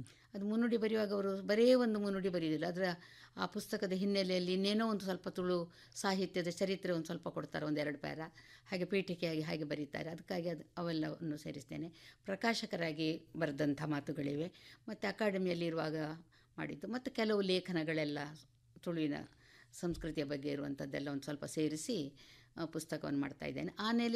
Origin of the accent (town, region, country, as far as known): Dakshina Kannada district, Karnataka, India